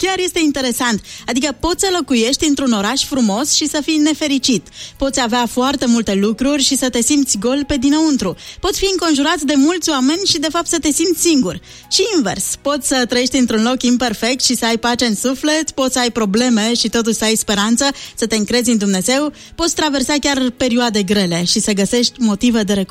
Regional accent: Bucharest, Romania; moved away as an adult; Pentru mine, Bucureștiul este orașul copilăriei, adolescenței, al multor amintiri frumoase. Abia la maturitate am descoperit și viața de la țară

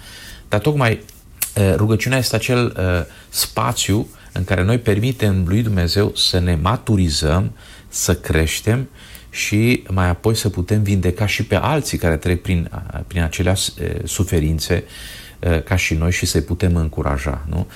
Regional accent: Romania; now in Madrid, Spain; noi suntem români

